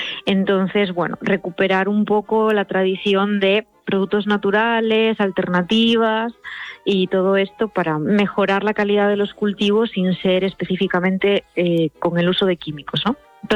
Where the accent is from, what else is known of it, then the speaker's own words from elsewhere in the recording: Galicia, Spain; bueno, yo soy de Galicia y estamos muy ligados al mar.